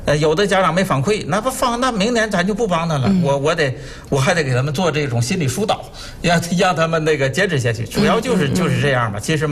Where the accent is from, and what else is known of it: China